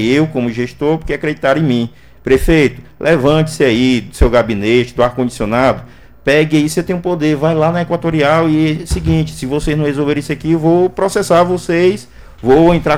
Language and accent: Portuguese; Brazil; Sou brasileiro, torço pela minha nação, pela seleção.